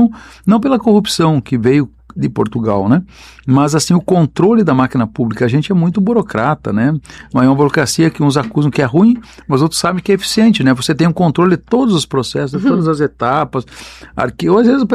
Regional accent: Santiago, Rio Grande do Sul, Brazil; also born or lived in Santa Maria, Brazil / Porto Alegre, Brazil; Eu nasci numa cidade militar, nasci em Santiago, estudei em Santa Maria. Passei algumas vezes por Porto Alegre, então meu trânsito era Santiago, Santa Maria e Porto Alegre, esse eixo do maior contingente militar do Brasil, né, o Terceiro Exército. Nasci e me criei ao fundo do quartel-general.

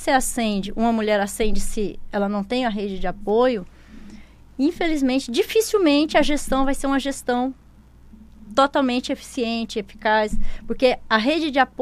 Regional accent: Rondônia, Brazil; moved away as an adult; also born or lived in Goiânia; now in Roraima, Brazil; Mas eu passei uma temporada muito grande em Rondônia. Eu fui criada em Rondônia, né? Meus pais mudaram para Rondônia na década de 80.

